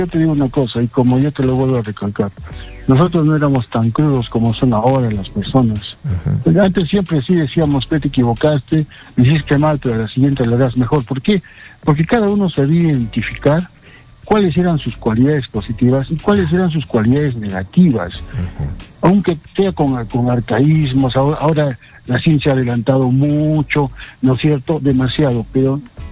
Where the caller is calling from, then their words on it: Arequipa, Peru; De Arequipa les saludo.